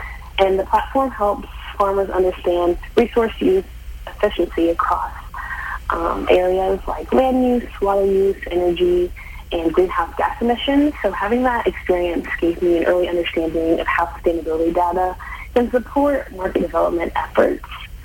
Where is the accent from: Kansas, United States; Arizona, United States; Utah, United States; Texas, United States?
Kansas, United States; Lawrence